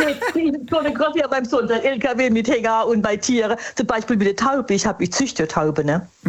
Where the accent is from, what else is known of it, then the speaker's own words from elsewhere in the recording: Bad Schönborn, Baden-Württemberg, Germany; Ja, aus Bad Schönborn.